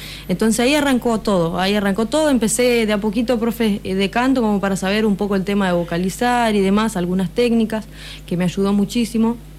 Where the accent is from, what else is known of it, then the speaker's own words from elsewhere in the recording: Piedras Blancas, Entre Ríos, Argentina; now in Paraná, Argentina; allá en mi pueblo medio que no se consigue mucho. Entonces yo me vine a Paraná